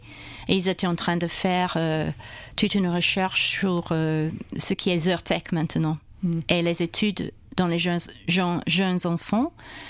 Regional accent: Brisbane, Queensland, Australia; born there; French is a second language; moved away as an adult; also born or lived in Japan / Belgium / Switzerland / France; je suis née à Brisbane.

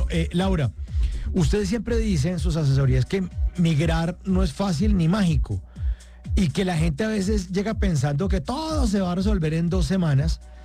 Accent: Bogotá, Bogotá Capital District, Colombia; porque soy bogotano

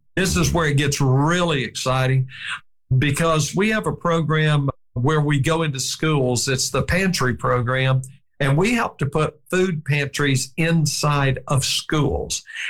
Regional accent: Atlanta, Georgia, United States; I grew up on Marietta Street in downtown Atlanta and went to high school over on 10th Street and 14th Street.

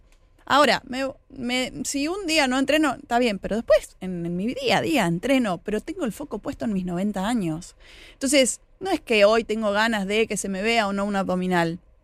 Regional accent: Oberá, Misiones, Argentina; yo vengo de Oberá

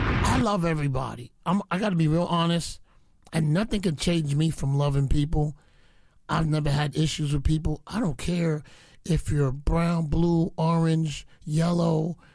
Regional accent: New York City, New York, United States; born there; I'm a Jamaican born in the Bronx.

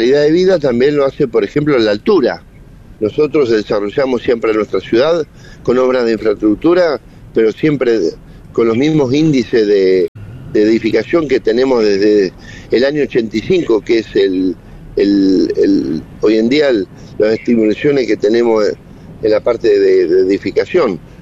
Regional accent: Rosario, Santa Fe, Argentina; moved away; Por eso nos gusta mucho a todos los que vinimos de Rosario, hace muchos años o muchas décadas ya

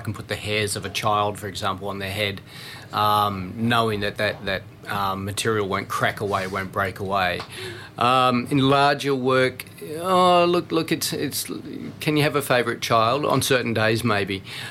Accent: New Zealand; moved away; I think I started my art practice as quite a young person growing up in New Zealand. So where I grew up, we have mountains and a couple good rivers.

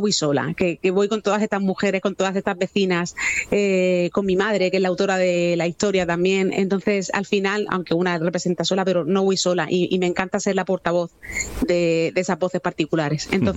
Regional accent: Cieza, Region of Murcia, Spain; now in Murcia, Spain; quizá también haya un poquito de murciano, porque yo, aunque soy de Cieza, también llevo

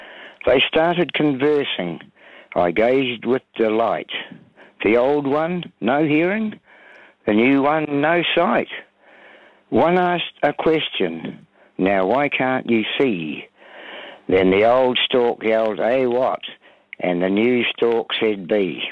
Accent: Canterbury, New Zealand; I'm from North Canterbury.

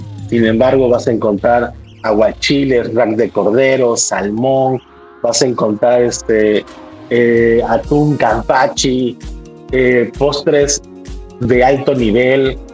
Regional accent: Veracruz, Mexico; yo soy de Veracruz y obvio, amo mi tierra.

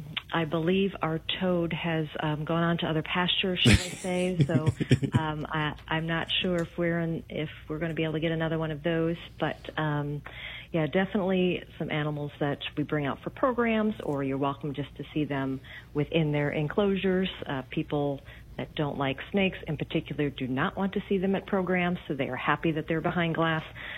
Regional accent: Illinois, United States; I grew up in the Chicago suburbs

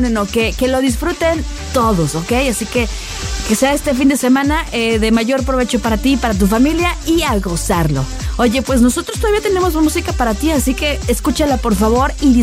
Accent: Mexico

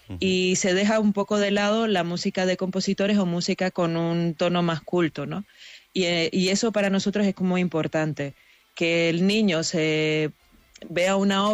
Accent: Nicaragua; moved away as an adult; now in Irún, Spain; Yo soy de Nicaragua. Yo llegué hace 8 años a Irún y he tenido que aprender euskera.

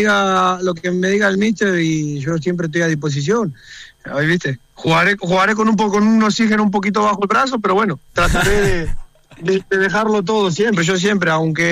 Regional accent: Argentina; No, yo creo que no de mi punto de vista, no puedo pensar bien o mal, pero siendo argentino, Argentina va a querer ganar siempre.

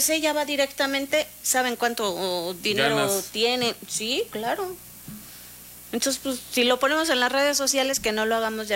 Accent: Mexico; como mexicanos dejamos todo al último

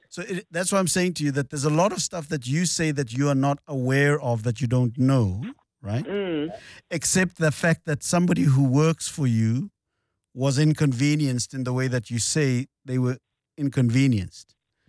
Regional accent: South Africa; I would strongly advise you as a South African and who is employing somebody to go and check that relationship between yourself and your employee

